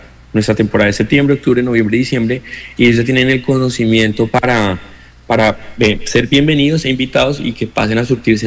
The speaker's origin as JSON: {"language": "Spanish", "region": "Nariño", "country": "Colombia", "tie": "born or raised there", "moved": "yes", "said": "yo soy oriundo de Nariño"}